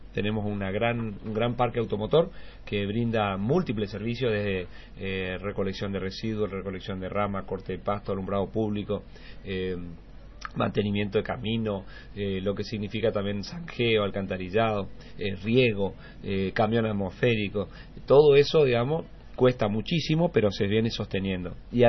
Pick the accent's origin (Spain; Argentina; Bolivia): Argentina; Margarita Belén, Chaco; born there; mi papá fue productor, en realidad rural, en la zona ahí de Costa Inés, que es una colonia donde nacimos, en Margarita Belén.